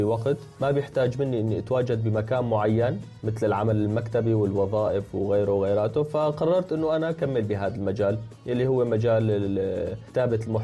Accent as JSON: {"language": "Arabic", "country": "Syria", "moved": "yes", "lives_now": "Turkey", "said": "هلأ أنا ببداية رحلتي من سوريا لتركيا بصراحة ما كنت إنسان بعتبر نفسي مثقف"}